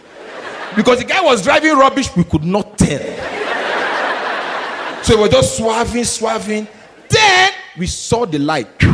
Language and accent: English; Nigeria; so I'm Nigerian.